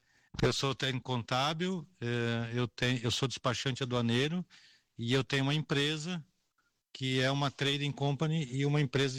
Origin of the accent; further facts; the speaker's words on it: Porto Alegre, Rio Grande do Sul, Brazil; moved away as an adult; now in Soledade, Brazil; Eu sou natural de Porto Alegre, eu morei em Porto Alegre até os 19 anos.